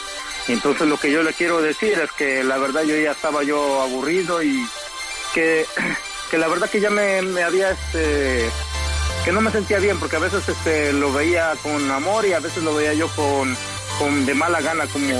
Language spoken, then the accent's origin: Spanish; Mexico; moved away; Ya vengo casado desde México, panda.